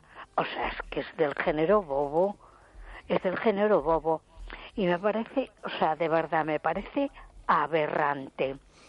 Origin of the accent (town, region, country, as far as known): A Coruña, Galicia, Spain